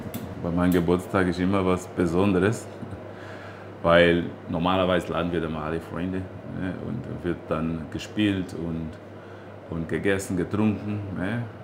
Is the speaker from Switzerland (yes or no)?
no; Minas Gerais, Brazil; bin aus Bundesland Minas Gerais. Ne, da sind wir dann mal bekannt als Käsefresser.